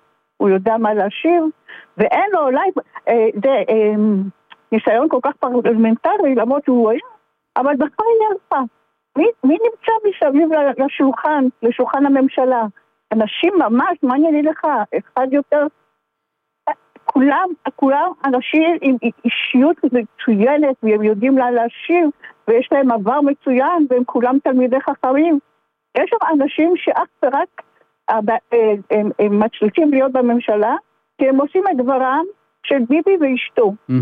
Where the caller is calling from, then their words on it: Petah Tikva, Central District, Israel; אני... מפתח תקווה.